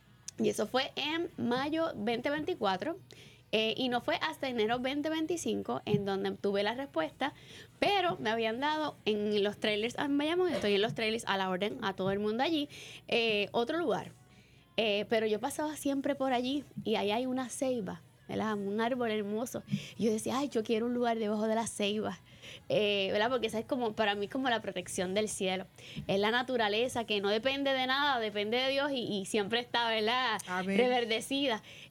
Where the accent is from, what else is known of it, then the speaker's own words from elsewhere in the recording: Puerto Rico; nos enseñan como puertorriqueños que la vulnerabilidad es parte del crecimiento y de la necesidad